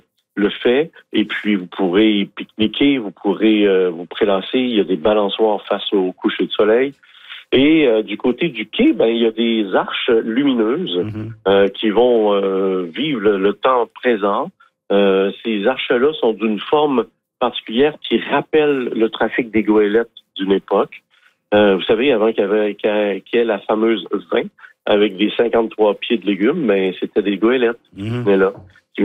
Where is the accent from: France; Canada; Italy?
Canada; Quebec; Ah, moi, mon histoire de ça, moi, je viens du comté de Portneuf, hein.